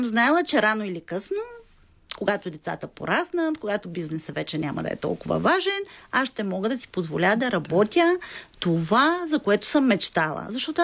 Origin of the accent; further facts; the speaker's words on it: Burgas, Burgas Province, Bulgaria; moved away as an adult; now in Sofia, Bulgaria; аз съм от Бургас. Дойдох в София специално за да работя като социален работник